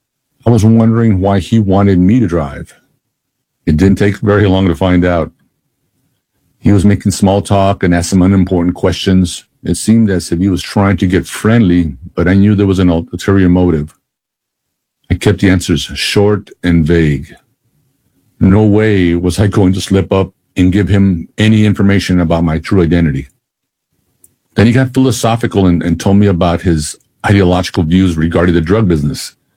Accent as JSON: {"language": "English", "town": "El Paso", "region": "Texas", "country": "United States", "tie": "born or raised there", "said": "I guess one of the greatest worries working undercover in my hometown of El Paso was being recognized by someone who knew my true identity."}